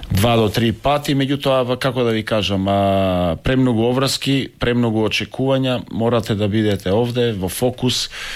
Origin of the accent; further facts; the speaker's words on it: Sveti Nikole, Vardar Statistical Region, North Macedonia; јас секогаш кажувам и се гордеам што сум од Свети Николе